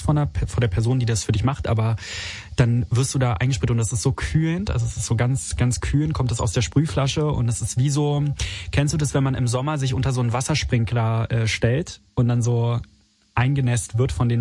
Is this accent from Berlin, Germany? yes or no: yes; Berlin, Germany; ich kann es dir nur in Berlin, natürlich, ich komme ja aus Berlin, ich kenne das nur in Berlin.